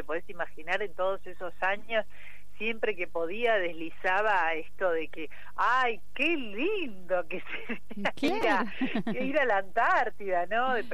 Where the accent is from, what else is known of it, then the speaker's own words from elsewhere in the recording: Pico Truncado, Santa Cruz, Argentina; Yo me crié en Pico Truncado, en la provincia de Santa Cruz